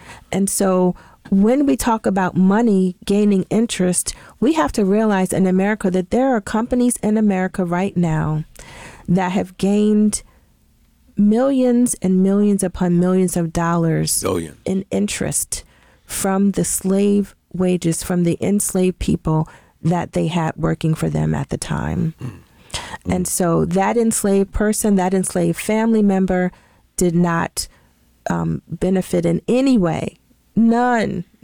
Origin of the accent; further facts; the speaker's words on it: Alabama, United States; My father, you know, we're from Alabama, deep South Alabama, right where Alabama touches the state of Florida.